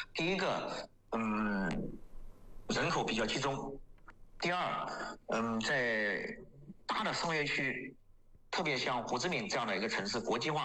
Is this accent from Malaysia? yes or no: no; China